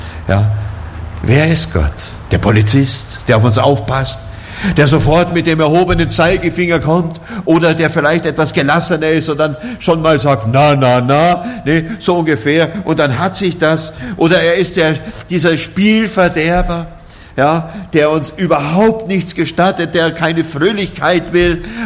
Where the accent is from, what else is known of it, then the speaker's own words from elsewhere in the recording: Oberammergau, Bavaria, Germany; ich komme ja nur aus Oberammergau, dem Herrgottschnitzer Dorf